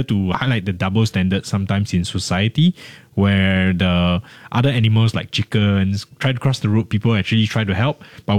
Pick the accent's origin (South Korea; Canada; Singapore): Singapore; sometimes I think in life we really put in a lot of effort because we are Singaporean, we work really hard